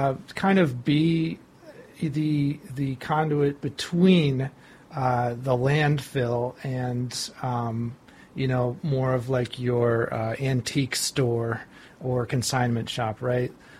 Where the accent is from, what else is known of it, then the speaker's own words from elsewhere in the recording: Cortland, New York, United States; In my hometown of Cortland, there's one.